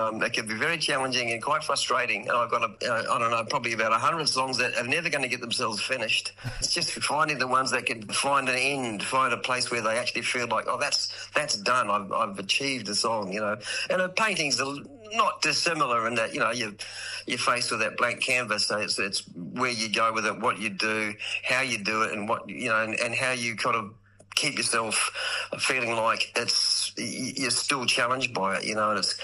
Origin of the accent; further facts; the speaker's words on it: New Zealand; now in Australia; And he ended up coming when we grew up in New Zealand, and my mum and dad emigrated over to Australia in late 68.